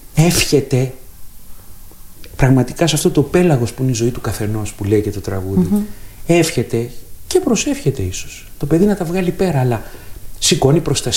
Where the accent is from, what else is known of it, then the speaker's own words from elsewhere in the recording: Greece; Νομίζετε ότι ως Έλληνες γονείς μιλάμε πολύ?